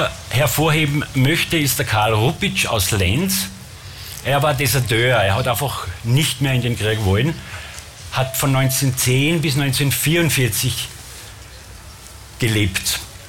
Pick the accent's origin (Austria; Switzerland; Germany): Austria; Bramberg, Salzburg